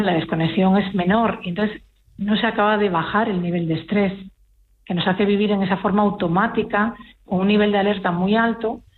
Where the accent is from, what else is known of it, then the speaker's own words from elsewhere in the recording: Galicia, Spain; Los gallegos acuden, como gallega que soy